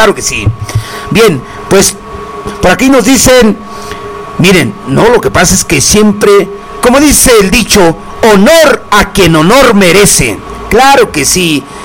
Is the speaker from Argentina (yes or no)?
no; Michoacán, Mexico; Imagínense a mí renunciando a la calle Galeana, renunciando a mi Cheranqueri, renunciando a mi Michoacán, renunciando a mi México lindo y querido.